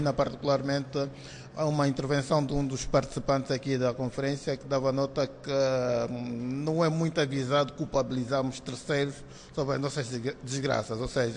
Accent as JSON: {"language": "Portuguese", "country": "Angola", "said": "enquanto angolanos"}